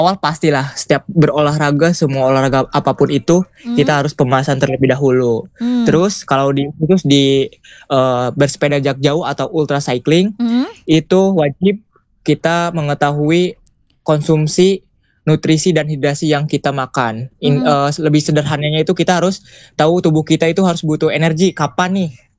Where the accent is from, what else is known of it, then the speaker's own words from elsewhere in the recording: Kuningan, West Java, Indonesia; saya bekerja sama dengan Amil Zakat yang ada di kota saya, yaitu DT Peduli Kabupaten Kuningan